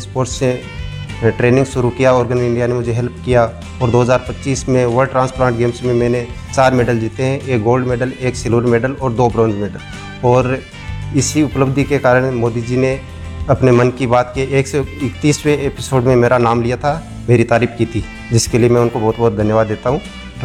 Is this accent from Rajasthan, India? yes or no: yes; Sikar, Rajasthan, India; मैं सीकर जिले, राजस्थान के सीकर जिले का रहने वाला हूँ